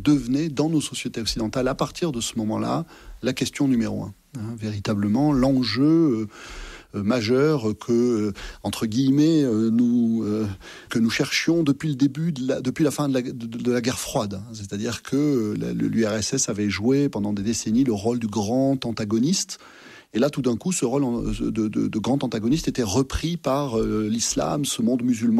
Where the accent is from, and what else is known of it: Massif Central, France